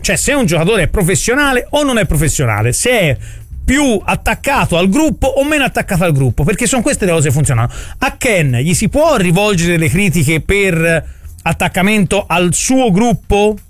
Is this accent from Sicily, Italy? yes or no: no; Florence, Tuscany, Italy; Guarda, faccio una domanda da fiorentino che sente tantissimo la responsabilità di essere fiorentino e avere un microfono davanti.